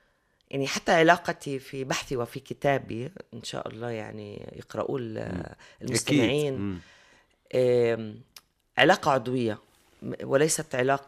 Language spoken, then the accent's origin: Arabic; Palestine; وأيضا كوني فلسطينية وآنذاك كان يمكنني الوصول إلى الأرشيف في القدس، في القدس الغربية